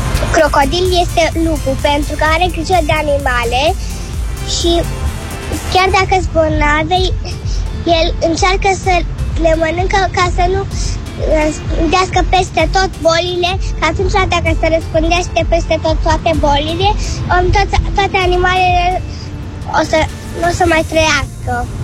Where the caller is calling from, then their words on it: Cluj-Napoca, Cluj County, Romania; din Cluj. Am 6 ani și ziua mea este în 16 iunie.